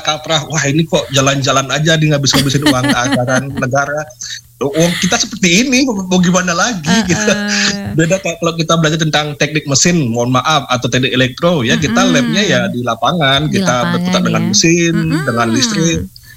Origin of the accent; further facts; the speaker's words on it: Bali, Indonesia; saya sebagai orang Bali datang ke NTT benar-benar jatuh cinta lah